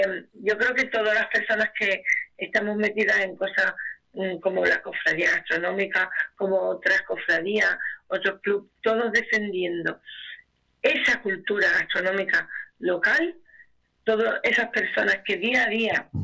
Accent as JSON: {"language": "Spanish", "town": "San Fernando", "region": "Andalusia", "country": "Spain", "tie": "born there", "moved": "yes", "lives_now": "Chiclana de la Frontera, Spain", "said": "Yo soy nacida en San Fernando, toda mi familia de San Fernando, y siempre, siempre, siempre tengo presente que mis padres están enterrados en San Fernando, pero trabajo en Chiclana, vivo en Chiclana"}